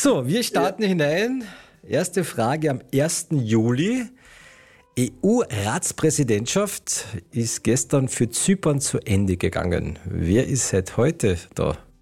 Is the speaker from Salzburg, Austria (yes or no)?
no; Eberndorf, Carinthia, Austria; Da gehen wir in meine Heimatgemeinde nach Eberndorf zu Walter Kollerich.